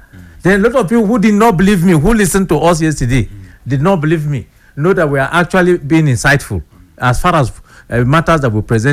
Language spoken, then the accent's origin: English; South South, Nigeria; We are all from South South. We are used to street fighting.